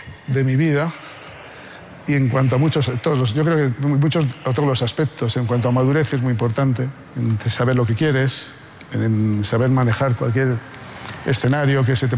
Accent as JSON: {"language": "Spanish", "town": "Haro", "region": "La Rioja", "country": "Spain", "tie": "born or raised there", "said": "porque yo en mi pueblo, en Aro, en La Rioja, era del Athletic Club de Bilbao, como aficionado."}